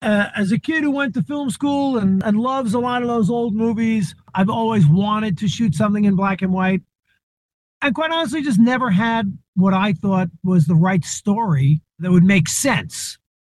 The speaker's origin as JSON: {"language": "English", "area": "Long Island", "region": "New York", "country": "United States", "tie": "born or raised there", "said": "where I grew up on Long Island"}